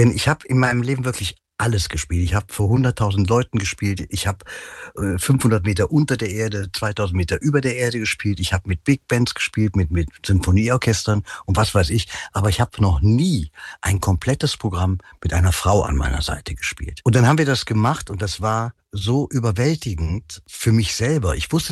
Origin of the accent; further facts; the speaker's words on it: Cologne, North Rhine-Westphalia, Germany; die wir als Kölner ja auch bei uns im Stadtwappen haben.